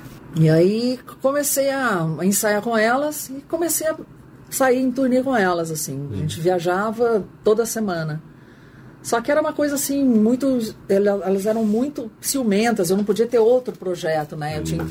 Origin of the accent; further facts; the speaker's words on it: Uberlândia, Minas Gerais, Brazil; now in Campinas, Brazil; Eu vim de Uberlândia, uma cidade bem menor.